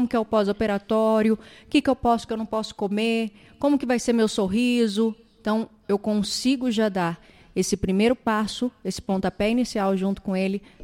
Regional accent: Paraná, Brazil; moved away; Ó, sulista igual eu, hein? É. Tá um pouquinho mais para baixo, eu sou do Paraná, mas tenho um amor muito grande pela região sul do Brasil.

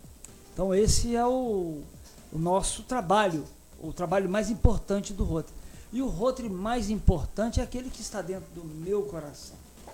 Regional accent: Bom Jesus do Itabapuana, Rio de Janeiro, Brazil; Eu sou de Bom Jesus do Itabapuana

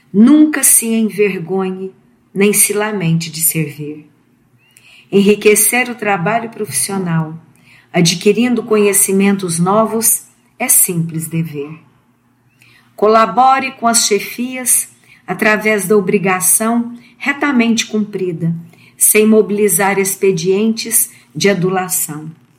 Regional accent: Uberlândia, Minas Gerais, Brazil; sou da cidade de Uberlândia e sou voluntária na Web Rádio Fraternidade

